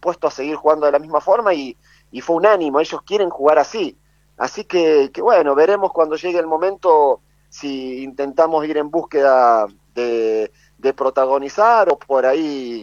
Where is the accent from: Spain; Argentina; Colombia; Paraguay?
Argentina; somos todos argentinos